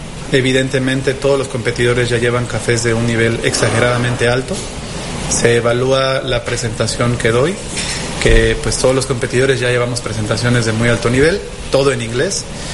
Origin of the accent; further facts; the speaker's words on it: Veracruz, Mexico; Soy del puerto de Veracruz y he trabajado toda mi vida aquí en el puerto de Veracruz, con excepción de casi un año que estuve en Ciudad de México.